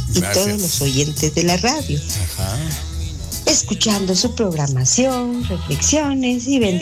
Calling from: San Juan Sacatepéquez, Guatemala Department, Guatemala; A la distancia, los saludamos de San Juan, Zacatepeque.

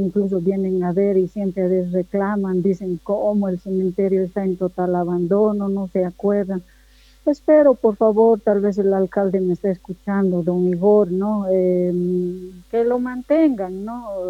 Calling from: Uncía, Potosí, Bolivia; yo estoy llamando de Uncía

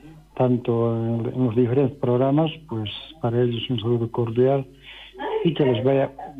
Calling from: Bolivia; Pero somos los bolivianos de buenas decisiones.

